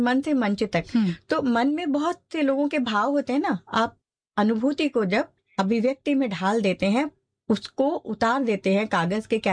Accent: Mumbai, Maharashtra, India; मैं बॉम्बे से हूँ

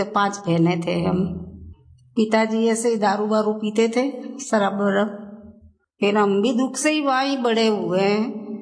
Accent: Palanpur, Gujarat, India; first language Gujarati; Hindi is a second language; मेरा बचपन गुजरात में।

